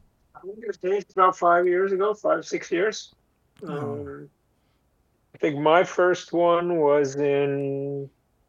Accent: New York, United States; born or raised there

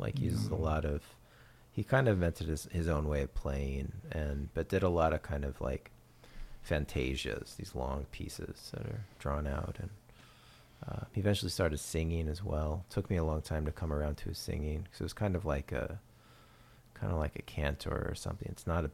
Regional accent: Pacific Northwest, United States; And I was from the Northwest, and he was based in Olympia, still is, Olympia, Washington

